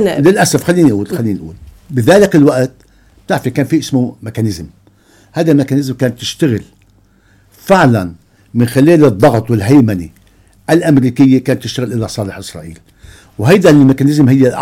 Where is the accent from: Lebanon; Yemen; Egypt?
Lebanon; نحن كلبنانيين